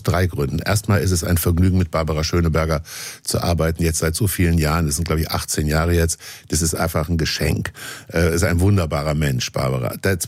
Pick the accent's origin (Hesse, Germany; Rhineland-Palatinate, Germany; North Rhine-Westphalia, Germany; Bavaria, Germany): Hesse, Germany; Kassel; das habe ich schon als Kind in Kassel gemacht. Da bin ich mit der Straßenbahn oder mit meinem Mofa in die Stadtteile gefahren, in denen ich nicht gewohnt habe